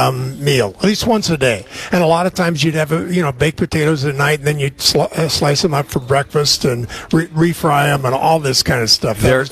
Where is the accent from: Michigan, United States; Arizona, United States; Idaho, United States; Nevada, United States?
Idaho, United States; I'm from Idaho.